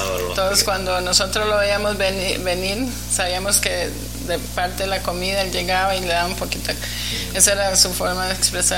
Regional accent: San José, Costa Rica; yo nací en San José, Costa Rica. Uh-huh. Y somos 7 hermanos. Yo soy la número 3 y crecí en un ambiente campesino.

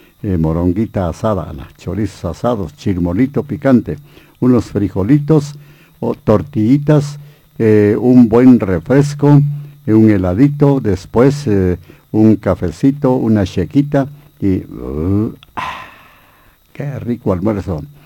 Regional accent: Guatemala; Somos guatemaltecos

